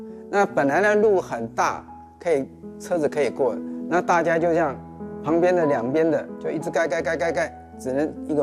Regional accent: Taipei, Taiwan; 我现年63岁，那我是一出生就在嘉禾新村。这个地方本来是通信的一个翻修厂，那时候他们在招考，我父亲就来了。

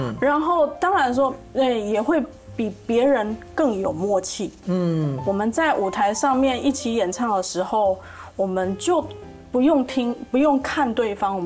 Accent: Taiwan; 他没看出我是台湾人，他以为我是日本人啊。

